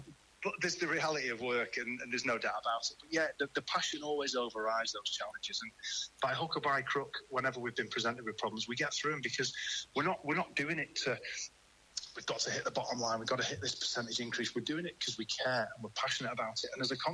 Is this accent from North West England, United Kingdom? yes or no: yes; Manchester, North West England, United Kingdom; To be honest, the fact it's in Manchester is just amazing, but it's my hometown and it's where I want to be at Christmas.